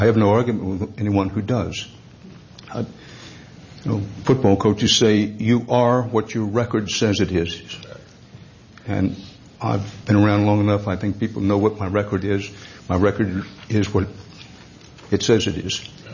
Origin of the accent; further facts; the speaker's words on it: Texas, United States; I'm an American, and I take a backseat to no one in my patriotism. And in Texas, we have a saying